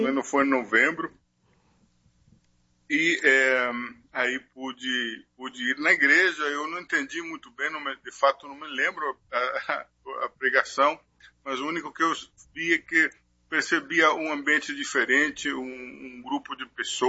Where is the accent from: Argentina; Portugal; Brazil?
Argentina; Resistencia, Chaco; Portuguese is a second language; moved away; Muito bem, eu nasci, eu sou nordestino da Argentina. É, nasci na Argentina no ano de 1970 e vivi todo esse tempo no norte, numa cidade que se chama Resistência, a capital de um estado do norte e nordeste da Argentina.